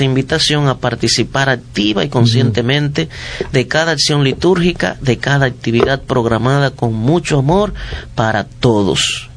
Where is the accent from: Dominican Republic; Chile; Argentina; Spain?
Dominican Republic; Palmarito, La Vega; vicario de la parroquia del Beato Bonó de Palmarito, La Vega, de donde yo soy.